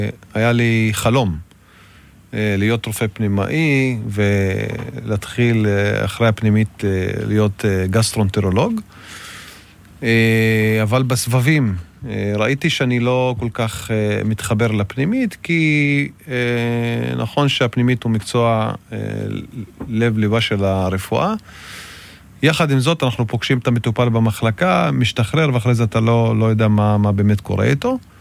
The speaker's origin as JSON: {"language": "Hebrew", "town": "Basmat Tab'un", "region": "Northern District", "country": "Israel", "said": "אני מומחה ברופאת המשפחה, תושב בוסמת טבעון, נשוי פלוס 2."}